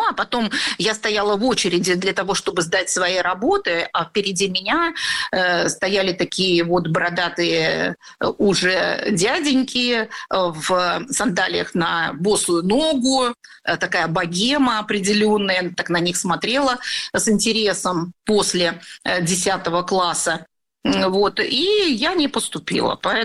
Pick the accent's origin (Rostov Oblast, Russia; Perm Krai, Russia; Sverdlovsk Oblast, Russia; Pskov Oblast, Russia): Pskov Oblast, Russia; Velikiye Luki; moved away as an adult; now in Tver Oblast, Russia; Я же из Великих Луг.